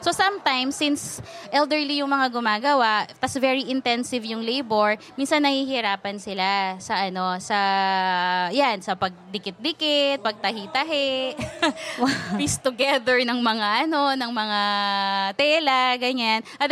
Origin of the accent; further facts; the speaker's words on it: Santo Tomas, Pampanga, Philippines; we're from Pampanga, di ba?